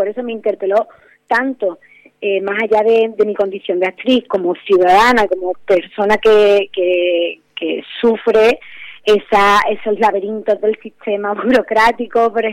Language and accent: Spanish; Andalusia, Spain; yo como andaluza que soy